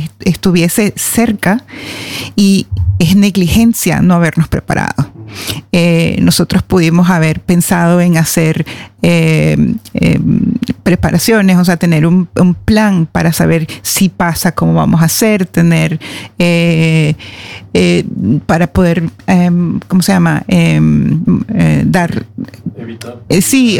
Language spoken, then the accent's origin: Spanish; Venezuela; now in Norway; nosotros en Venezuela